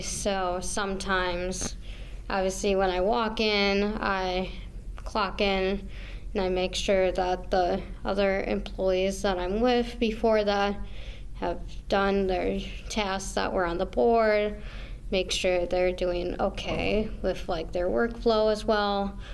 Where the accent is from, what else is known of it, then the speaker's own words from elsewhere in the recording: New Berlin, Wisconsin, United States; moved away as an adult; I am from New Berlin, Wisconsin, so I'm more south of Wisconsin, so I'm not familiar with the area still.